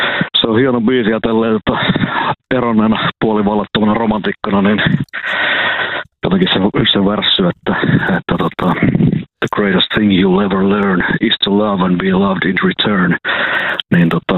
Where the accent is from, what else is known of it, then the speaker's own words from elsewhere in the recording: Kuopio, North Savo, Finland; Mä oon Kuopiosta, molemmat vanhemmat on Rautalammilta.